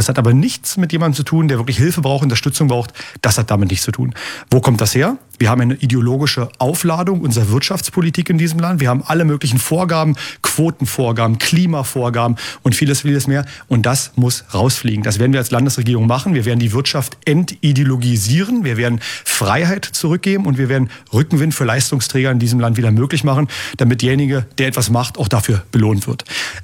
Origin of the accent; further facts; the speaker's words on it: Saxony-Anhalt, Germany; Das machen die Menschen in Sachsen-Anhalt und da bin ich sehr stolz auf meine Heimat